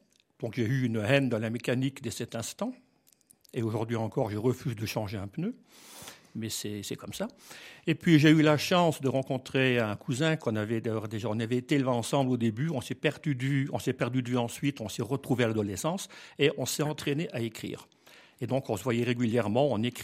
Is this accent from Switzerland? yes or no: no; Metz, Grand Est, France; Je suis né à Metz, donc dans une ville. Mais mon père est décédé lorsque j'avais un an et demi. Donc, j'ai été élevé par mes grands-parents qui parlaient à peine le français. C'est pour ça que je le parle très bien maintenant et que j'écris en français.